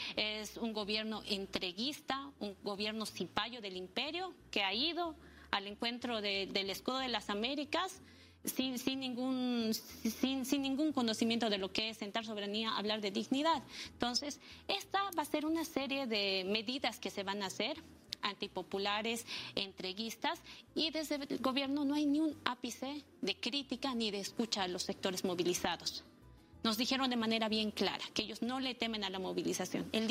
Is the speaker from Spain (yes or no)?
no; Bolivia